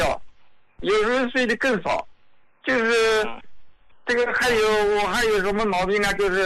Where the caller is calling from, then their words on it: Nanjing, Jiangsu, China; 你好，胡老，我是南京的胡家老高的受用者。